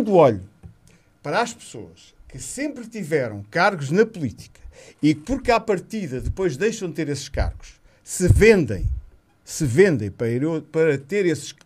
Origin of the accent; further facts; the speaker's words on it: Portugal; now in Sesimbra, Portugal; eu não sou de Sesimbra, e depois dizem, é o filho da terra, eu sou filho de terra, sou português, sou filho de qualquer terra